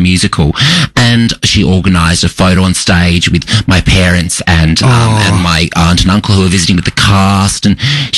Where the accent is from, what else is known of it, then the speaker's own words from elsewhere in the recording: Perth, Western Australia, Australia; I grew up in Perth in the same in Julie Bishop's electorate